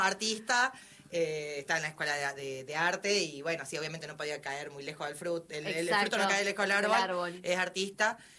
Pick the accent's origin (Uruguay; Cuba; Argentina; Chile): Argentina; Monte Grande, Buenos Aires Province; moved away as an adult; now in Salta, Argentina; nací en Capital, pero soy re conurbano, sí, segundo cordón, sí, del conurbano, sí, de Monte Grande.